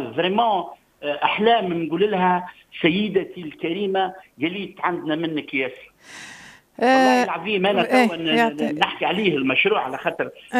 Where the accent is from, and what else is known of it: Tunisia